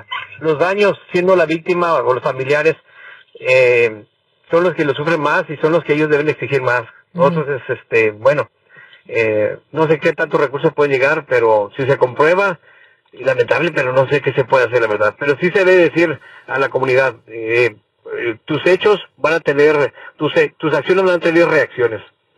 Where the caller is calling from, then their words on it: Escobedo, Nuevo León, Mexico; desde Escobedo, Nuevo León, para todo el mundo.